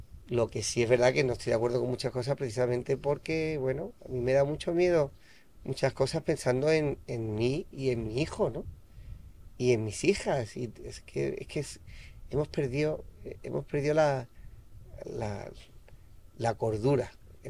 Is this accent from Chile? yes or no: no; Spain; torero, me siento español, católico, hombre de familia, arraigado a con nuestras raíces.